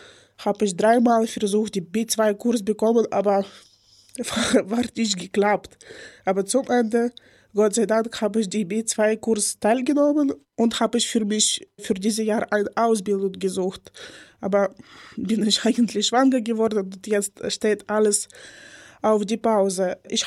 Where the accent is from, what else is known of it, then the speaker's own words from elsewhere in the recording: Ukraine; German is a second language; moved away as an adult; also born or lived in Poland; now in Germany; Ich komme aus der Ukraine und werde gleich 26 sein. Ich bin in Deutschland fast 4 Jahre